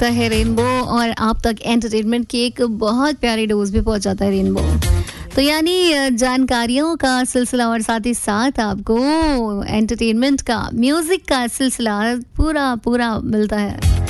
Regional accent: Tikait Nagar, Uttar Pradesh, India; मैं टिकैत नगर बाराबंकी से हूँ

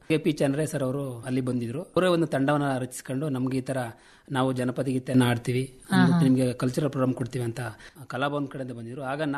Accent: Aichanahalli, Karnataka, India; ನಾವು ಮೂಲತಃ ಹೊಳೆಸಿಪುರ ತಾಲೂಕು ಐಚನಹಳ್ಳಿ ಗ್ರಾಮದವರು.

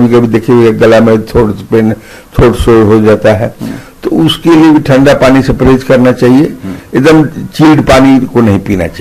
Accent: Bihar, India; now in Hazaribagh, India; बिहार के रहने वाला हूँ, लेकिन घर हजारीबाग में ही बना लिया।

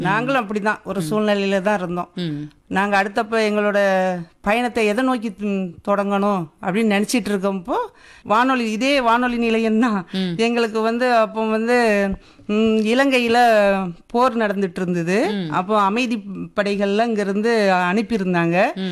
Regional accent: Vazhavallan, Tamil Nadu, India; Vazhavallan.

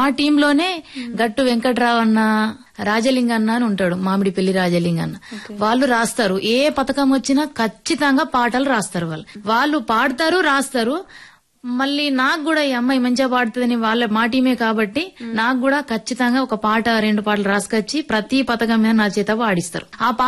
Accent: Pendalwada, Telangana, India; also born or lived in Adilabad; 10th వరకు పెండలవాడలోనే ప్రభుత్వ పాఠశాలలోనే చదువుకున్నాను.

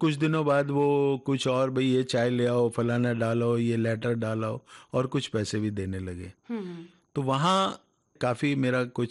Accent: Haryana, India; तो मैं गांव में रहता था, पलवल के पास मेरा गांव है।

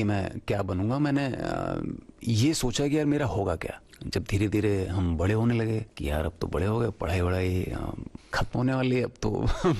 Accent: Delhi, India; मैं दिल्ली में पैदा हुआ, पला बड़ा

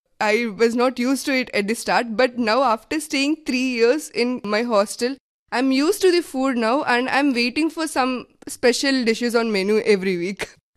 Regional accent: Andhra Pradesh, India; I am from Andhra Pradesh and I am a student from College of Agriculture, Vilayani.

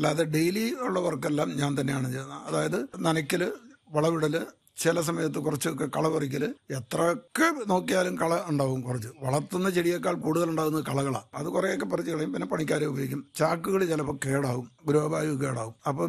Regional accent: Pala, Kerala, India; moved away as an adult; now in Ernakulam, India; ഞങ്ങൾ നല്ല കൃഷി കുടുംബത്തിൽ നിന്നാണ്. പഠിക്കാനും ജോലിക്കും ഒക്കെ ആയിട്ട് ഇന്ത്യ മുഴുവനും കറങ്ങി. വർഷങ്ങളായിട്ട് പാലാ വിട്ടെങ്കിലും നമ്മുടെ ആ പാരമ്പര്യം കുറച്ച് ഉള്ളിൽ കിടക്കുമല്ലോ. അങ്ങനെ എറണാകുളത്ത് താമസമായിട്ട് ഇപ്പം 35 വർഷത്തോളമായി.

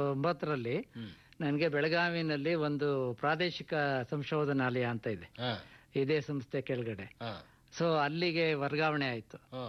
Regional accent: Bangalore, Karnataka, India; also born or lived in Chikka Hejjaji, Doddaballapur taluk / Belgaum; ನಾನು actually ಬೆಂಗಳೂರಿನವನು, Bengaluru district ಅಲ್ಲಿ ಚಿಕ್ಕ ಹೆಜ್ಜಾಜಿ ಅಂತ ದೊಡ್ಡಬಳ್ಳಾಪುರ ತಾಲೂಕಿನಿಂದ ನಾನು ಹುಟ್ಟಿ ಬೆಳೆದಿರೋದು. ಆದರೂ ಕೂಡ ನಗರದಲ್ಲಿನೇ ನಂದು ಬೆಳವಣಿಗೆ ಎಲ್ಲ, ನನ್ನ ಚೈಲ್ಡ್ಹುಡ್ ಆಗಲಿ ಕಾಲೇಜ್ ಡೇಸ್ ಅಲ್ಲಿ ಎಲ್ಲಾನು ಇಲ್ಲೇ ಕಳೆದಿರೋದು.

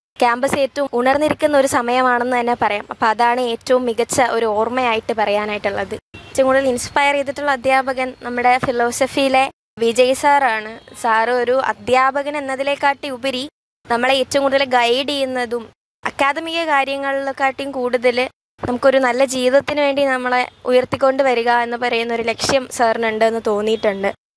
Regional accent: Thiruvananthapuram, Kerala, India; ഞാൻ തിരുവനന്തപുരം അമ്പലത്തറ സ്വദേശിനിയാണ്.

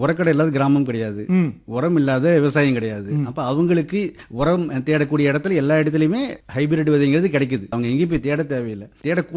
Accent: R.P. Pudur, Tamil Nadu, India; கொல்லிமலை அடிவாருங்க, 10 கிலோமீட்டருக்கு முன்னாடி ஆர்பி புதூருங்கிறது தான் கிராமம். நம்ம ஊர் அங்கே தானே பிறந்து வளர்ந்தோம்.

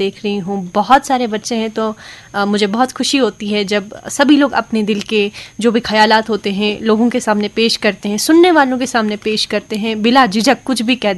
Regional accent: Rawatpura, Jammu and Kashmir, India; now in Srinagar, India; मैं रावतपुरा से हूँ जो कि कुपवारा का एक बहुत ही सुंदर गांव है। तो फिलहाल मैं श्रीनगर में रहती हूँ पढ़ाई के सिलसिले में, लेकिन अपने गांव को बहुत मिस।

